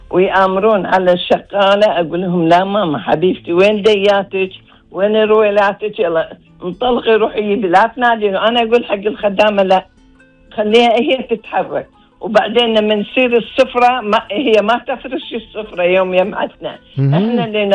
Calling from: Kuwait

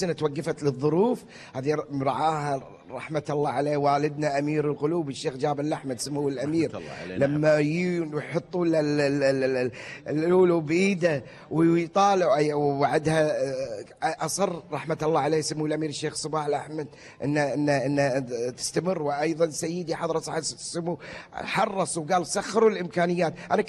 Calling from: Kuwait

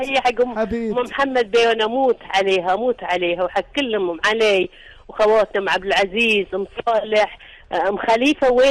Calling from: Bahrain; احنا عندنا في البحرين

